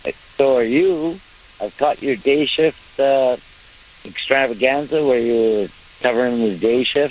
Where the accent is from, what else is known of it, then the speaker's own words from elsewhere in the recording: White Rock, British Columbia, Canada; now in Alberta, Canada; I grew up just across the border in White Rock, which is north of Blaine, Washington.